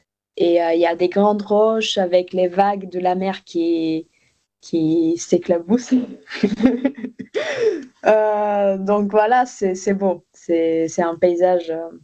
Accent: Bulgaria; French is a second language; moved away as an adult; now in France; je suis originaire de Bulgarie, j'ai grandi... J'ai fait mon école ici, j'ai grandi en Bulgarie. Mes parents habitent encore en Bulgarie, du coup je retourne souvent chez mes parents. Je suis actuellement en Bulgarie d'ailleurs.

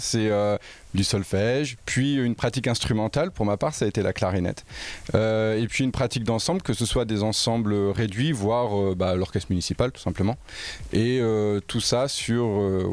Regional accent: Bourges, Centre-Val de Loire, France; moved away as an adult; now in Loiret, France; moi qui ai pu grandir à Bourges, il y avait la ville, puis assez rapidement des paysages assez plats, mais assez infinis.

